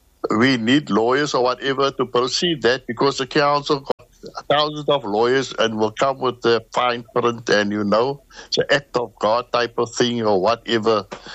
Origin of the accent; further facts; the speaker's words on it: Cape Town, Western Cape, South Africa; I'm a born and bred Cape Townian. I grew up in District 6, alhamdulillah.